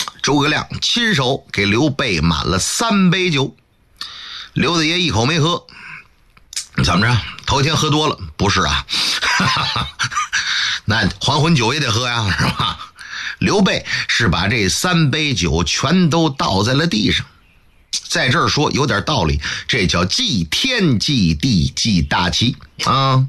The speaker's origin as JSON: {"language": "Chinese", "region": "Northeast China", "country": "China", "tie": "born or raised there", "said": "因为我的家乡在东北啊，想当初东三省很多像我这个年纪的孩子啊，祖辈上都有山东的血统，闯关东嘛啊。"}